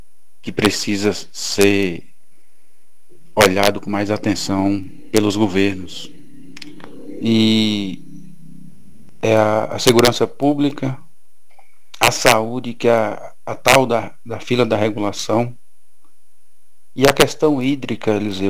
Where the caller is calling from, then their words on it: Bahia, Brazil; como cidadão, como baiano, no último domingo, nosso país, nossa Bahia